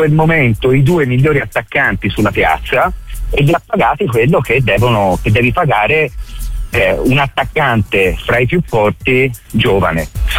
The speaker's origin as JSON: {"language": "Italian", "town": "Florence", "region": "Tuscany", "country": "Italy", "said": "siamo fiorentini, siamo di DNA un po' contro la Juve"}